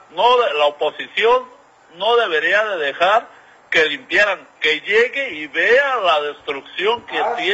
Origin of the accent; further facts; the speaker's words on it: Michoacán, Mexico; now in Coachella Valley, United States; Yo soy de Michoacán y vivo en el Valle de Coachella, pero todos los días escucho su programa.